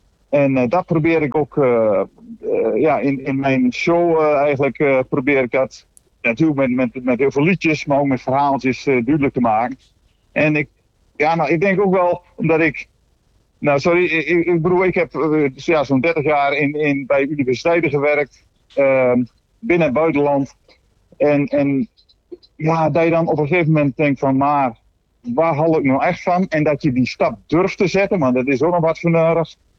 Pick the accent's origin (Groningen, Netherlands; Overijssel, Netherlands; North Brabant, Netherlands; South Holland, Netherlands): Overijssel, Netherlands; Lattrop; ik vertel waar ik vandaan kom van een boerderij in het puisje van Twente, zeg ik altijd, Latrop.